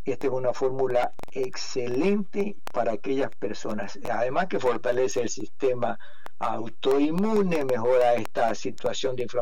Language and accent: Spanish; Guayaquil, Guayas, Ecuador; moved away as an adult; now in Grand Rapids, United States; Cuando voy a mi país, mi tierra, Ecuador, Guayaquil, la ciudad donde yo vivo, una ciudad grande, 3 millones de habitantes